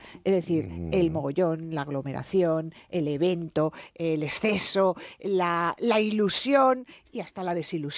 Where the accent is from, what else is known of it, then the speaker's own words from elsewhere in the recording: Madrid, Community of Madrid, Spain; A ver, soy madrileña.